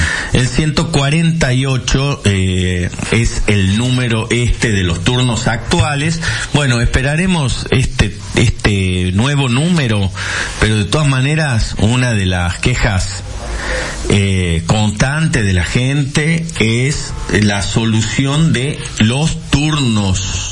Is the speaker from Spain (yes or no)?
no; Buenos Aires, Argentina; che, hay que tirar bomba de napal al conurbano, al conurba. ¡Qué conurba que somos! Claro, papá, no somos argentinos.